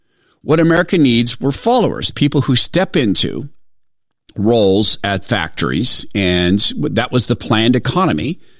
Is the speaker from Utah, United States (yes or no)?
no; Spokane, Washington, United States; You know, I grew up in Spokane, Washington, and there's many people who were plenty happy and created plenty of happy lives for themselves working in, say, Kaiser Aluminum.